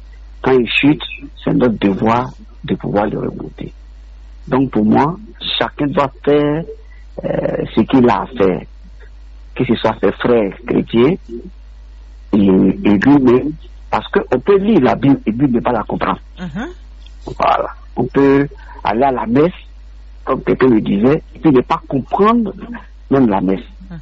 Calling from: Abidjan, Côte d’Ivoire; J'appelle la paroisse de Saint-Bernard, Yopougon.

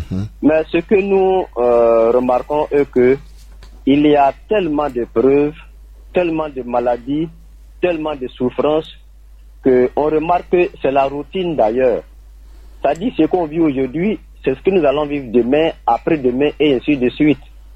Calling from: San-Pédro, Côte d’Ivoire; Je vous appelle de San Pedro.

